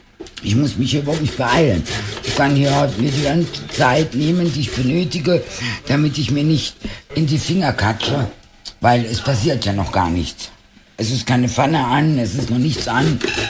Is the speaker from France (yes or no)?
no; Spain; als Spanierin